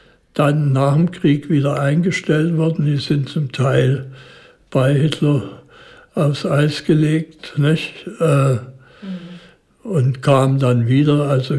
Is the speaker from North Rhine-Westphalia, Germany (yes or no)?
no; Dresden, Saxony, Germany; Und zu Maler ging man als Dresdner vielleicht nicht so häufig als zu Mozart.